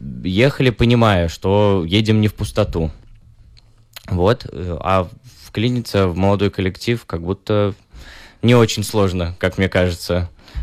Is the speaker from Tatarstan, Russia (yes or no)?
yes; Kazan, Tatarstan, Russia; born there; also born or lived in Kimry, Tver Oblast; now in Chukotka, Russia; Мы приехали сюда из города Кимры, который находится в Тверской области, но вообще родились мы в Казани, вот. Но вот 5 лет жизни посвятили Тверской области.